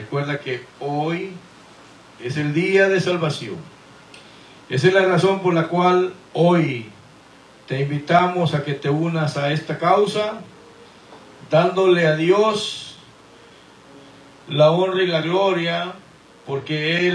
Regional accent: Guatemala; moved away as an adult; now in Houston, United States; yo también soy nacido allá en la República de Guatemala. Y habito y vivo aquí en Houston, Texas, por ya pasadito de 30 años

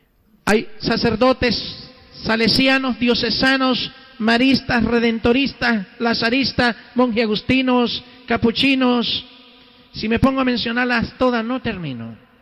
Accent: San Miguel, El Salvador; born there; moved away; also born or lived in Costa Rica / United States; Nací en la República del Salvador, en una ciudad muy grande, San Miguel, una ciudad que tiene más de 2 millones de habitantes. Bueno, ahora soy nacionalizado en Costa Rica, también tengo residencia

